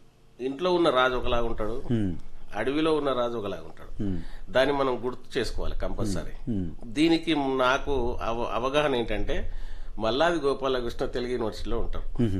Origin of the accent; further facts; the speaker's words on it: Telangana, India; నేను చిన్నప్పుడు ఈ కావని పండుగ అని ఒకటి ఉంటుంది తెలంగాణలో